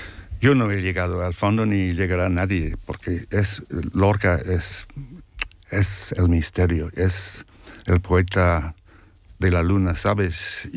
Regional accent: Ireland; now in Spain; yo tengo un poco de alemán, demasiado de inglés, aunque soy irlandés

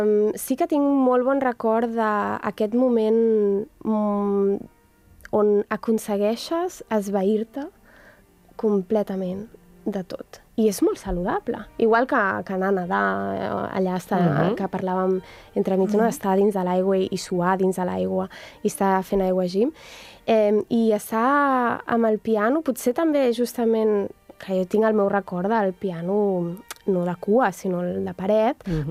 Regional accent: Barcelona, Catalonia, Spain; jo sóc nascuda a Poble Sec, vaig créixer bastants anys també a Sant Antoni, per tant, vinc d'una família de classe mitjana que, per tant, no tenia piano a casa

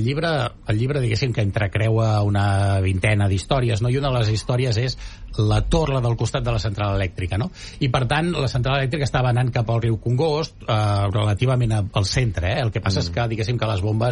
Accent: Granollers, Catalonia, Spain; Clar, és directa. Jo soc de Granollers.

